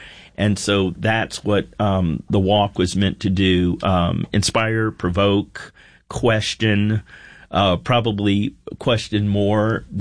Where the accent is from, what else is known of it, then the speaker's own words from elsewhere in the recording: United States; born there; I would say I'm proud to be born in America, and I'm proud to continue the path of becoming an American.